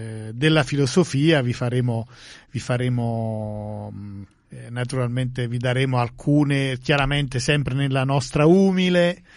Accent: San Giorgio La Molara, Campania, Italy; born there; moved away; al mio paese, a San Giorgio la Molara

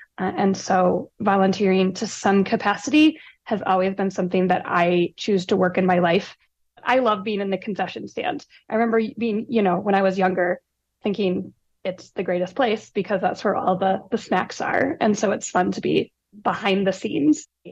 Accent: Frankfort, Michigan, United States; I am from Frankfort, Michigan, and I volunteer at the Garden Theater. I love the Garden Theater and have my entire life. I grew up in Frankfort, and I'm actually fourth and fifth generation on both sides of my family.

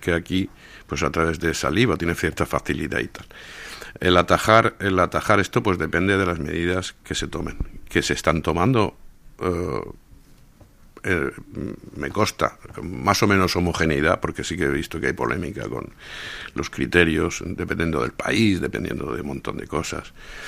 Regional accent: Orihuela, Valencian Community, Spain; sabes que soy de Orihuela.

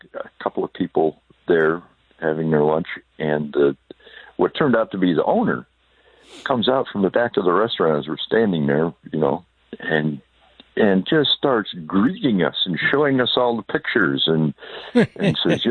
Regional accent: Ohio, United States; Where are you from, Ohio? And I said, oh, she said, where from? I said, well, from Georgia County.

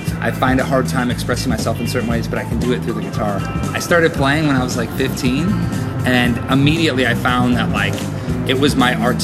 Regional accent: Wisconsin, United States; now in Nashville, United States; But originally, I grew up in Wisconsin. And it was like right near the border of Wisconsin and Illinois.

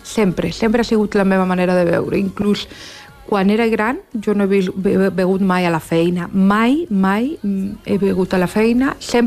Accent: Barcelona, Catalonia, Spain; born there; first language Spanish; Catalan is a second language; primer que no parlava català, perquè sí que és veritat que vaig néixer a Barcelona i molts estius es vaig passar a Barcelona, però la meva llengua materna és el castellà, perquè allà ho parlava en castellà

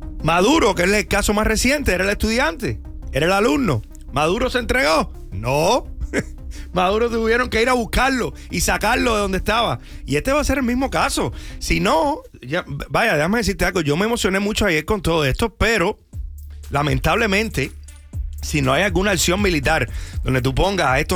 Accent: Miami, Florida, United States; born there; also born or lived in Tampa; yo siendo cubano y oyendo esto toda mi vida, de mis tatarabuelo, abuelo, papá, mamá, vecino, familia, me crié en Miami, después en Tampa

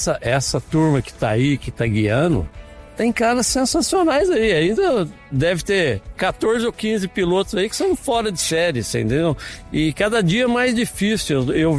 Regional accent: Brazil; Mas eu sou o único campeão brasileiro que não sou paulista.

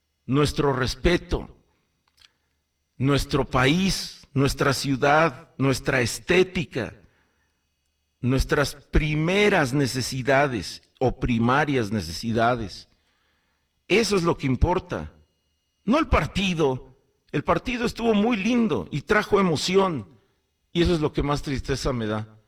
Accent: Mexico; en las que podamos sentirnos orgullosos como mexicanos.

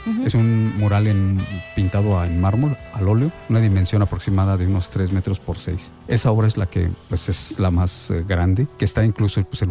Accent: Querétaro, Mexico; Bueno, este es un trabajo que desde muy pequeño empecé yo a desarrollar y soy queretano, estuve en la Escuela de Bellas Artes, en los tiempos del maestro Jesús Águila Herrera.

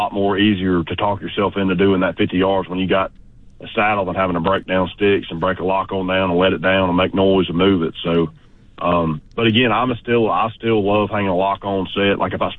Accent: Georgia, United States; born or raised there

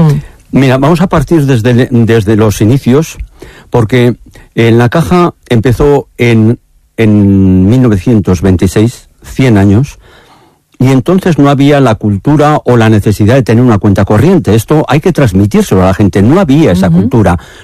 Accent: Aranda de Duero, Castile and León, Spain; Yo hablo desde el pueblo, yo soy de Aranda de Duero

